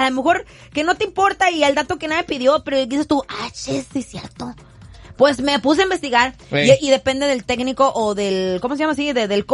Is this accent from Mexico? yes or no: yes; Mexico; es que yo todo lo saco en metros, pues soy mexicana